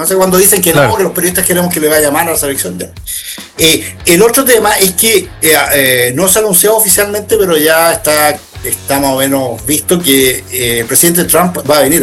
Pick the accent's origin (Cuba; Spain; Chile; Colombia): Chile; somos periodistas chilenos